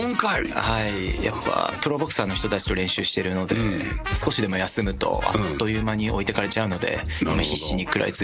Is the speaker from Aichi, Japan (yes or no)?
no; Hokkaido, Japan; 僕の故郷が北海道なので、